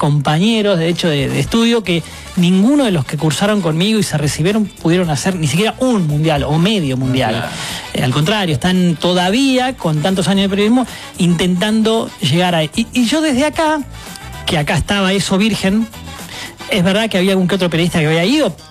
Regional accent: La Pampa, Argentina; moved away

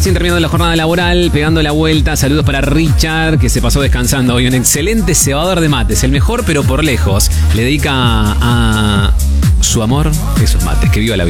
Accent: San Nicolás, Buenos Aires Province, Argentina; soy de San Nicolás y estamos escuchando la radio por comer unas tortas fritas.

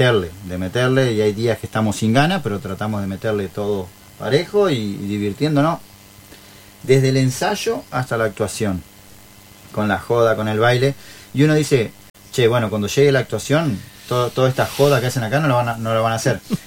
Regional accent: Valle María, Entre Ríos, Argentina; Todos somos acá de Valle María. Salvo Jessica, pero ya Jessica ya es de Valle María, claro, también.

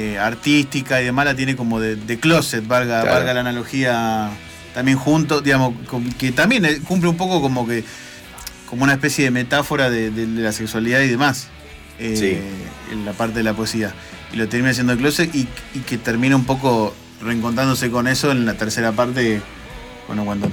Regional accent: Argentina; nosotros como argentinos

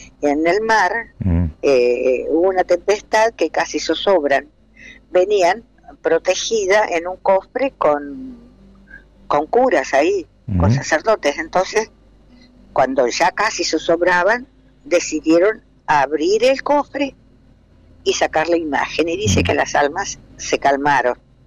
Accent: Lucas González, Entre Ríos, Argentina; born there; also born or lived in Buenos Aires; yo soy nacida en Lucas

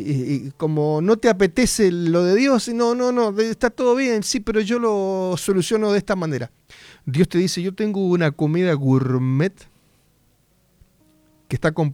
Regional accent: Argentina; porque soy argentino

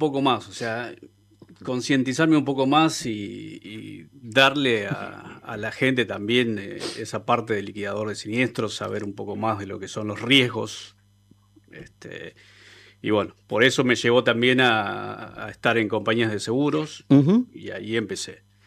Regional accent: Santiago del Estero, Argentina; Santiagueño, sí, obviamente. Sí

